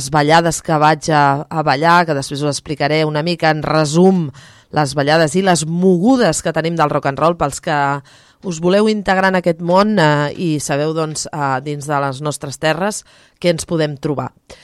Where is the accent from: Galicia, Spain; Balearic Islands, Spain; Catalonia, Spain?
Catalonia, Spain; Cubelles; aquí als estudis de Ràdio Cubelles del meu poble